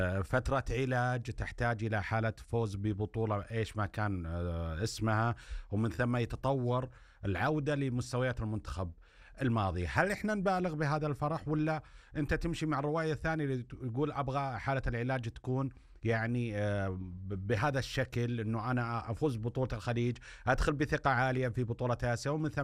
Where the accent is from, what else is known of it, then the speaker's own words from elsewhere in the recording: Saudi Arabia; كلنا كسعوديين